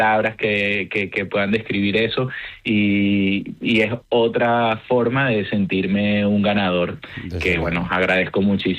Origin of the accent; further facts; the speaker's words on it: Caracas, Capital District, Venezuela; born there; aunque soy, o sea, que nací en Caracas, soy español de origen.